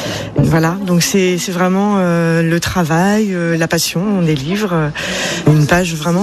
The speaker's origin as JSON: {"language": "French", "region": "Brittany", "country": "France", "moved": "as an adult", "said": "C'est un établissement qui m'a accueillie quand je suis arrivée de Bretagne ici il y a 26 ans."}